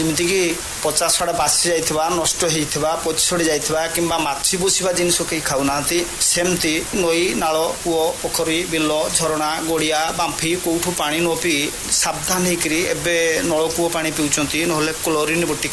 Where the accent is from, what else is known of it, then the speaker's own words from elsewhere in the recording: Digarestia, Odisha, India; ଆମ ଗାଁ ହଉଛି ଦିଗରେସ୍ତିଆ, ଗ୍ରାମ ପଞ୍ଚାୟତ ଗୌଡ଼ମା ଏବଂ ବ୍ଲକ ହଉଛି କୁଳିଆଣା।